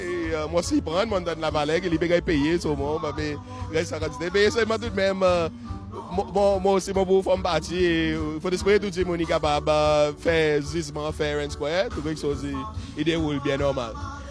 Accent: United Kingdom; now in Switzerland; Well, I'm from different countries, but I must say I'm from Switzerland, but I'm originally from the UK.

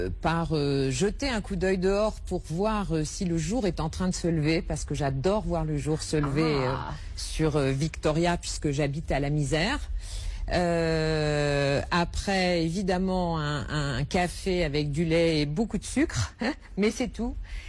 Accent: Paris, Île-de-France, France; also born or lived in Germany; Alors, je suis née en France, j'ai

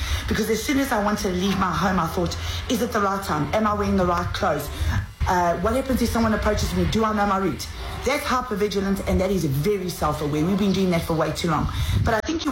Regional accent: South Africa; I have a basic human right to safety as a South African woman

